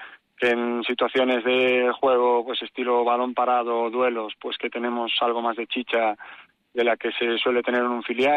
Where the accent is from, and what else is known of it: Santiago de Compostela, Galicia, Spain; moved away